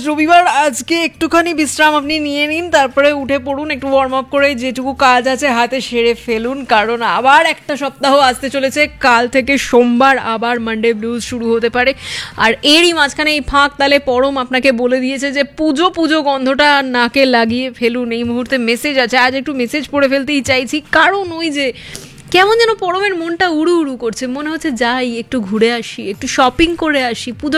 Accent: West Bengal, India; এই আমাদের পশ্চিমবঙ্গে বিভিন্ন জেলায় নারকেল গাছ রয়েছে

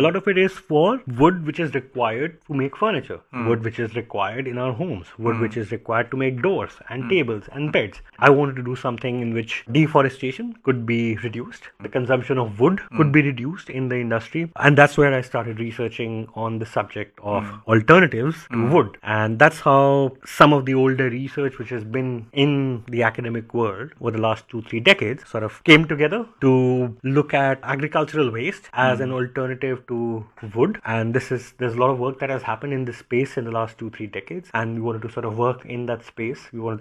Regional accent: Delhi, India; I grew up in Delhi in the 90s and the 80s.

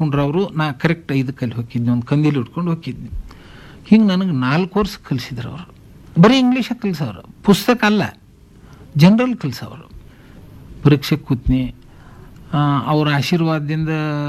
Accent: Banahatti, Karnataka, India; ನಮಗೆ ನಮ್ಮ ಊರು ಬನಟ್ಟಿ ಸಣ್ಣದು

